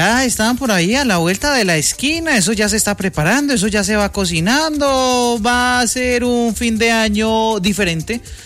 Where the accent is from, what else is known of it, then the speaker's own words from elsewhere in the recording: Pereira, Risaralda, Colombia; dándola toda como buen pereirano, como buen colombiano.